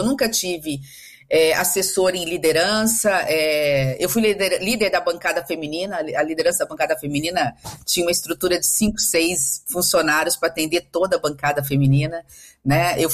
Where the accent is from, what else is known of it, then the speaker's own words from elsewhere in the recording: São Paulo, Brazil; moved away; meus avós, quando vieram do Líbano, vieram para São Paulo, né, fugindo da guerra civil. Eu nasci aqui nas Barrancas, na divisa do estado de São Paulo, passei toda a minha infância adolescente no noroeste paulista.